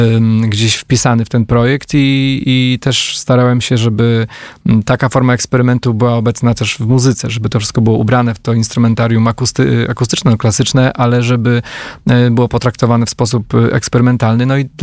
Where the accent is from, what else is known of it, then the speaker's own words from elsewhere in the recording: Warsaw, Masovian Voivodeship, Poland; pochodzę z Warszawy